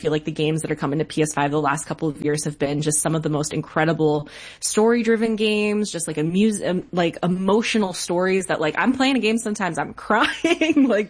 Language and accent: English; East Coast, United States; now in San Francisco, United States; So like I grew up on the East Coast. I live in San Francisco now